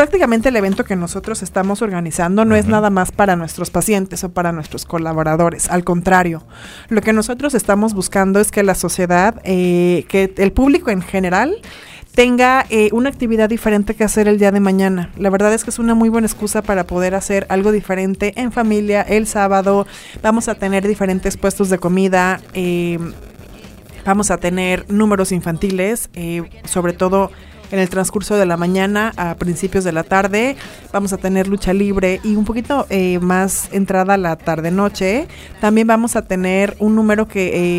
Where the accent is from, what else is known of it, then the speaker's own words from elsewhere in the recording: Mexico; de sentirnos orgullosos de lo que hemos podido lograr juntos como mexicanos.